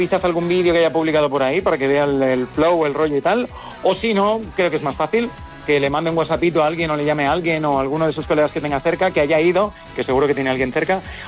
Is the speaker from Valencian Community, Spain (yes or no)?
yes; Valencian Community, Spain; como Villena, como pasa en mi tierra en Valencia, que hay muchas bandas, muchas orquestas, pues eso, mucha conexión con la música.